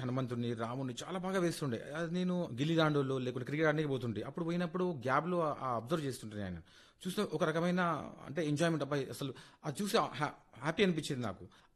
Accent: Saidabad, Telangana, India; Sir నేను పుట్టింది సైదాబాద్లో sir. So మా అమ్మ డాడీ వచ్చేసి వాళ్ళు చదువుకోలేదు, మా అక్కయ్య కూడా చదువుకోలేదు. సో నన్నే గవర్నమెంట్ స్కూల్లో చదివించారు, మదనపేట హై స్కూల్ అని సైదాబాద్లో ఉండింది.

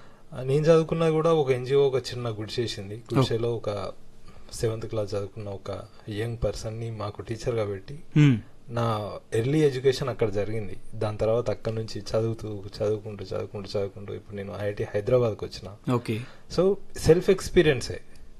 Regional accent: Narlapur, Telangana, India; now in Hyderabad, India; మాది ఇంతకుముందు వరంగల్ జిల్లా ఉండే, ఇప్పుడు ములుగు జిల్లా, దాడ మండల్, నార్లపూర్ అనే విలేజ్, మా ట్రైబల్ విలేజ్.

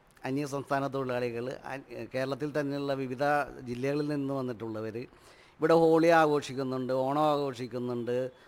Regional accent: Eloor, Kerala, India; ഞങ്ങൾക്ക് ഏലൂർക്കാർക്ക് എല്ലാം എല്ലാവരുടെയും ഉത്സവം ഞങ്ങളുടെയും കൂടി ഉത്സവമാണ്.

